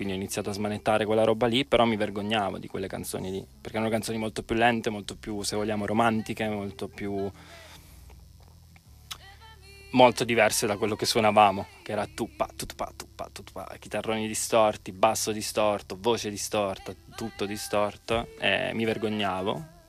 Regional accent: Policoro, Basilicata, Italy; del bosco del mio paese, che si chiama Bosco Pantano

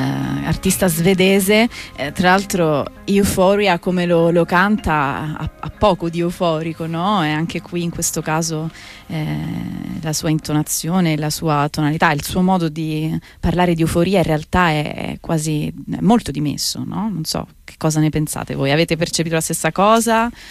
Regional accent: Rome, Lazio, Italy; sono romana

